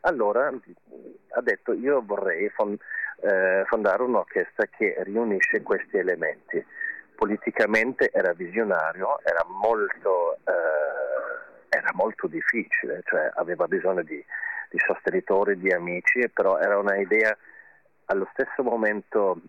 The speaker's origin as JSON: {"language": "Italian", "region": "Vienna", "country": "Austria", "said": "Anch'io sono di Vienna, sono a Vienna, ma è un nome italiano."}